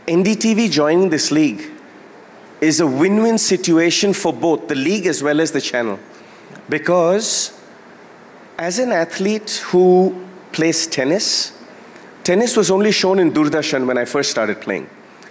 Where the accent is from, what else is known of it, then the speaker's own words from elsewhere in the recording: Kolkata, West Bengal, India; Because I was born and brought up in Calcutta, supporting the Calcutta team.